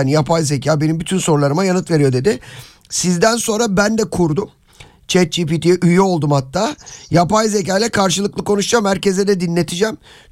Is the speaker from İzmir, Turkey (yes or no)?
yes; İzmir, Turkey; Ben İzmirliyim mesela, şeye giderdik biz. Alsancak'a faytonlar vardı o zaman